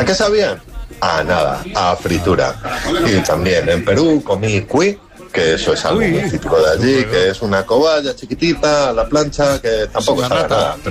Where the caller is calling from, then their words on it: Aranjuez, Community of Madrid, Spain; de Aranjuez, vivo en Gijón.